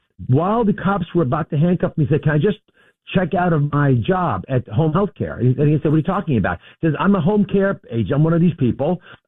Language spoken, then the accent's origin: English; Philadelphia, Pennsylvania, United States; John has a nexus with Pennsylvania. It's my home state, my home city.